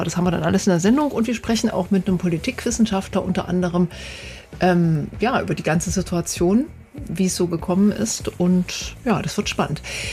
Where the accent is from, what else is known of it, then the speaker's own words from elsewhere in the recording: Thuringia, Germany; für uns als Thüringer